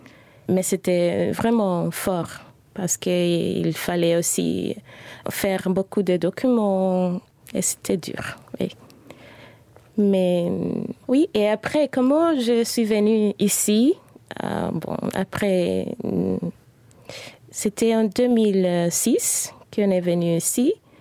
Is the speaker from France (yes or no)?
no; Santiago de Cuba, Cuba; French is a second language; moved away as an adult; now in Luxembourg; Je suis née à Santiago de Cuba. C'est une ville qui est la deuxième ville en importance à Cuba.